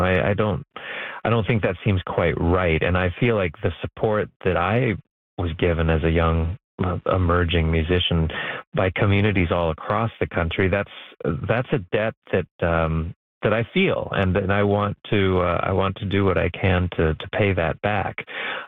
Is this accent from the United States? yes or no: no; Brandon, Manitoba, Canada; I mean, I grew up in Brandon, Manitoba, which is a very, very musical place, but of course it's pretty isolated